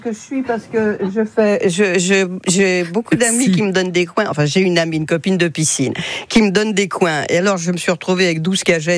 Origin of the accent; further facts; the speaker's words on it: Paris, Île-de-France, France; moved away as an adult; now in Sablé-sur-Sarthe, France; Parce que j'ai toujours vécu en ville, je suis née à Paris 9e, donc plein centre, quoi, et Paris Faubourg